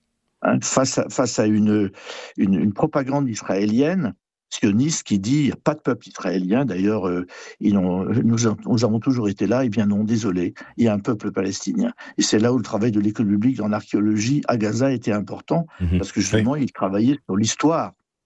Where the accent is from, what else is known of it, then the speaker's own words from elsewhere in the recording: Brittany, France; born there; Moi, je suis né en Bretagne, je suis breton